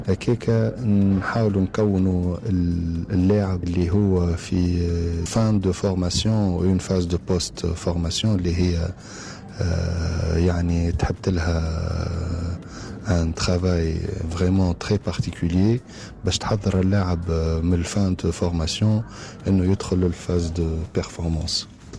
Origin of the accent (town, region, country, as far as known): Tunisia; moved away; also born or lived in United Arab Emirates